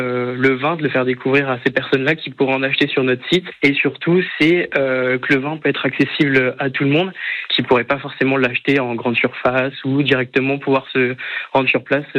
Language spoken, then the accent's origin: French; Sens, Bourgogne-Franche-Comté, France; je suis originaire de Sens